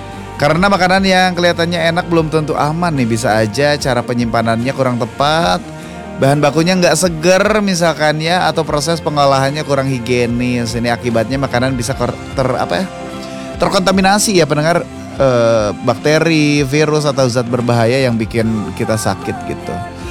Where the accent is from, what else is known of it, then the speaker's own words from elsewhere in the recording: Bandung, West Java, Indonesia; Sebagai orang Bandung sebagai orang Bandung